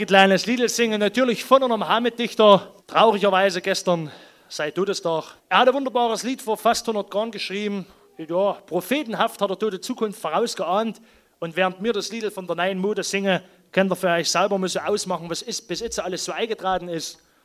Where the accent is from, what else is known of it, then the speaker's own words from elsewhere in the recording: Thum, Saxony, Germany; Also wir kommen ja nur aus der Haupt- und Weltstadt Thum im Erzgebirge.